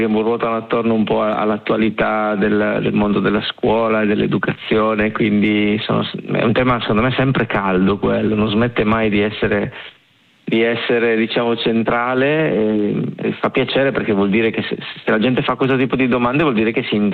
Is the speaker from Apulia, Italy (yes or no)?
no; Liguria, Italy; vengo dalla Liguria, lì ho fatto qualche bel bagnetto in Liguria